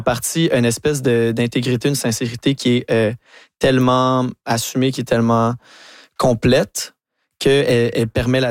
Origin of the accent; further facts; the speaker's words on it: Saint-Hyacinthe, Quebec, Canada; moi, je viens de Saint-Hyacinthe, qui est une ville agricole.